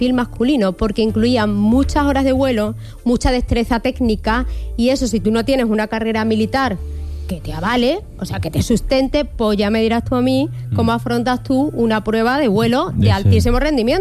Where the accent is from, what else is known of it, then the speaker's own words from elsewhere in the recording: Magacela, Extremadura, Spain; en mi pueblo, que es muy chico